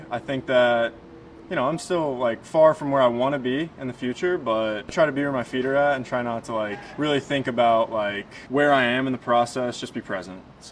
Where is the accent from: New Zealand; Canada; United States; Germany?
United States; Floyds Knobs, Indiana; Floyd's Knobs, Indiana. Not a very big town. I wouldn't say it's tiny, but, you know, there's not a whole lot